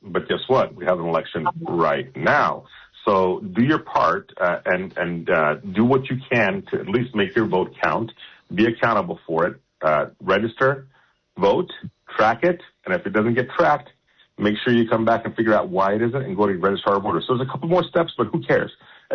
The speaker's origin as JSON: {"language": "English", "town": "Turlock", "region": "California", "country": "United States", "tie": "born or raised there", "said": "California, to me, is a car culture. I grew up in Turlock. We used to go cruising on McHenry."}